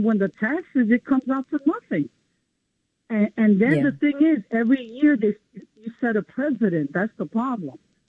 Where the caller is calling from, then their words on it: New York City, New York, United States; from the Bronx.